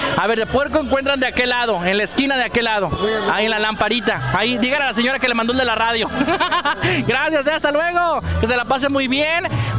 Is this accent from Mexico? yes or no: yes; Mexico; todos como mexicanos nos unimos